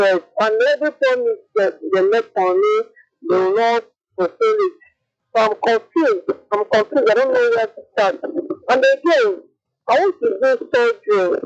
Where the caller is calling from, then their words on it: Lagos, Nigeria; I'm from Obalende.